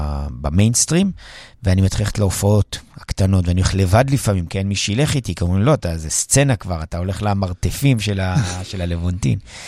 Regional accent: Jerusalem, Jerusalem District, Israel; אז קודם כל אנחנו מירושלים

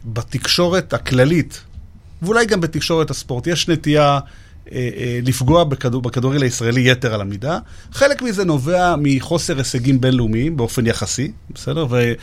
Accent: Ra'anana, Central District, Israel; also born or lived in Argentina; עלינו לארץ שהייתי בן 6, גדלתי ברעננה.

